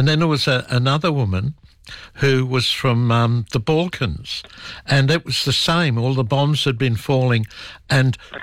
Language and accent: English; Sydney, New South Wales, Australia; I grew up in Australia in the 60s, and it was the most boring place on earth. It was boring to be here. Now, there's all this energy with all these migrants and people. And I went to school in St Mary's, which is in western suburbs of New South Wales